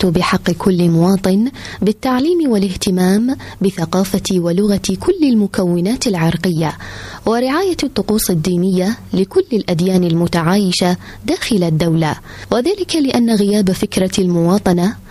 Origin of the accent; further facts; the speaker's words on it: Iraq; في داخل بلدنا العراق.